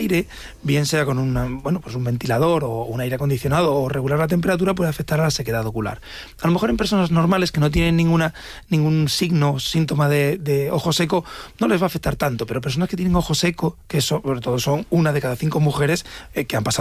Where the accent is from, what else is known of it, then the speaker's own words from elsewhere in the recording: Madrid, Community of Madrid, Spain; Los que somos de Madrid o de grandes ciudades, pues nos vamos a la playa